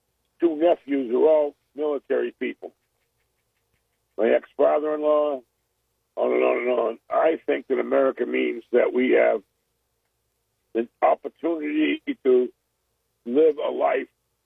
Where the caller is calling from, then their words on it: Maine, United States; I'm a Scots libertarian. I'm from Maine